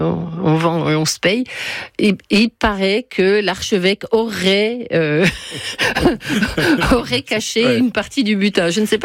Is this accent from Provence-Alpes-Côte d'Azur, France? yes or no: no; Besançon, Bourgogne-Franche-Comté, France